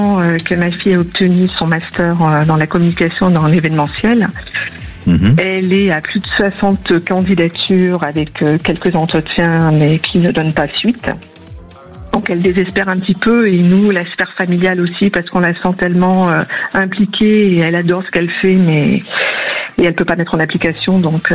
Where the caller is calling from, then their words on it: Hauts-de-France, France; De la Côte d'Opale